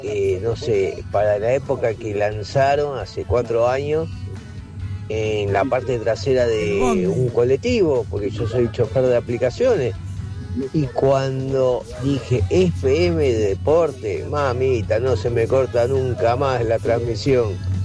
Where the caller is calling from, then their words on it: Floresta, Buenos Aires, Argentina; Hola chicos, soy … de Floresta de vuelta.